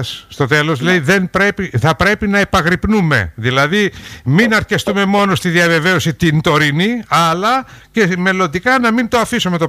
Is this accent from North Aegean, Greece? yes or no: no; Kalymnos, South Aegean, Greece; για τη βοήθεια στη χώρα και στο νησί μου την Κάλυμνο.